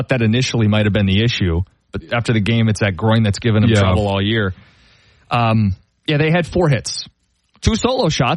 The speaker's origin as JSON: {"language": "English", "country": "United States", "said": "as an American flying"}